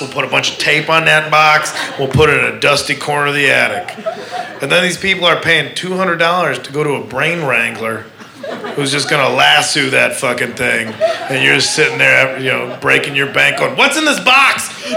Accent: Midwest, United States; Like everybody, I'm from the Midwest, and so it's weird to come out here and find out that people go to casual therapy.

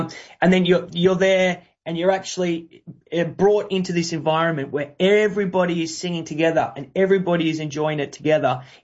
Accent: Australia; now in London, United Kingdom; you can hear from my voice that I am Australian. Hopefully you pick that up. My business partner is from London, and I personally have been based in London now for nearly 15 years.

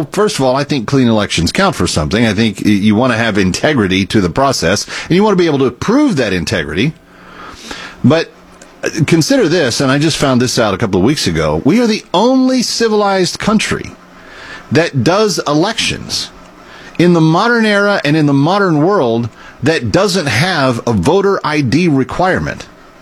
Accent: Missouri, United States; born there; I was born in Missouri.

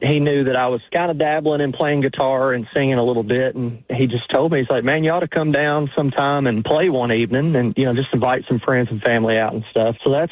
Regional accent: Greenville, Kentucky, United States; moved away as an adult; now in Nashville, United States; my wife and I, we live in Nashville now, but yeah, I grew up in Greenville, Kentucky.

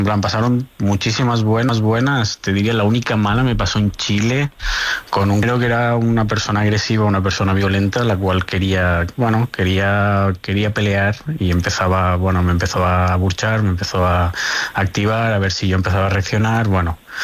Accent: Barcelona, Catalonia, Spain; Barcelona, catalán.

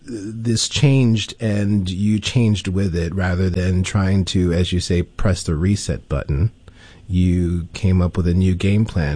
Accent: New York City, New York, United States; now in Florida, United States; So, and I'm from Queens

